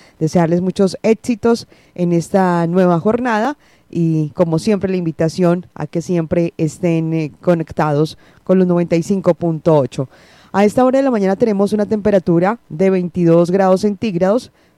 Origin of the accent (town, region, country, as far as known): Colombia